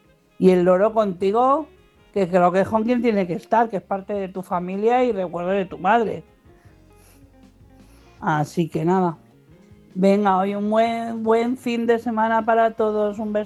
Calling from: Madrid, Community of Madrid, Spain; de Madrid.

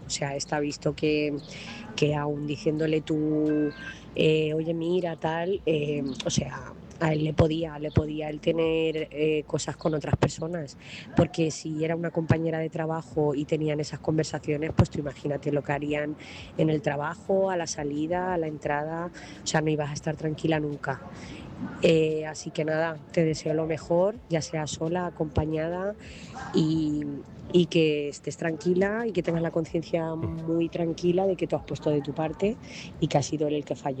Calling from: Talavera de la Reina, Castilla-La Mancha, Spain; Hola, buenas noches a todos. … corresponsal de Talavera de la Reina.

